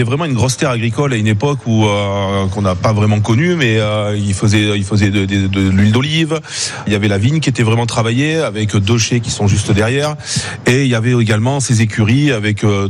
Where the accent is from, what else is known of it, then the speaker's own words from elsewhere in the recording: Auvergne-Rhône-Alpes, France; now in Argelès-sur-Mer, France; D'origine je suis auvergnat